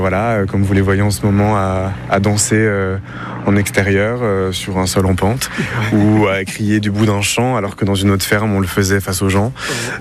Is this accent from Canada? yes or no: no; Valence, Auvergne-Rhône-Alpes, France; Je suis originaire de Valence.